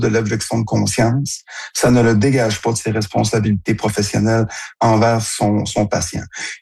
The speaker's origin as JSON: {"language": "French", "region": "Quebec", "country": "Canada", "said": "Moi, je suis originaire du Saguenay, j'ai pratiqué dans le Bas-Saint-Laurent, donc on est des régions éloignées."}